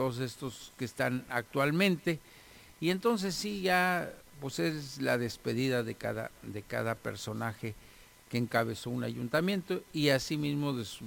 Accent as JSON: {"language": "Spanish", "country": "Mexico", "said": "cómo nos unimos como mexicanos"}